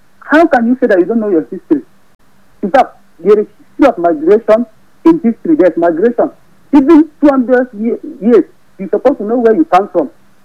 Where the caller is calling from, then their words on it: Nigeria; I'm calling from Nukish, the local government area.